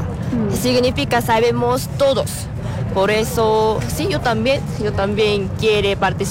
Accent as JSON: {"language": "Spanish", "country": "South Korea", "second_language": "Spanish", "said": "Soy de Corea del Sur."}